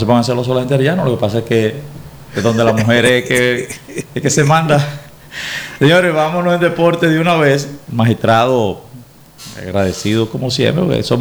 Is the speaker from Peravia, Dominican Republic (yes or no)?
yes; Peravia, Dominican Republic; En el caso de nosotros, de la provincia de Peravia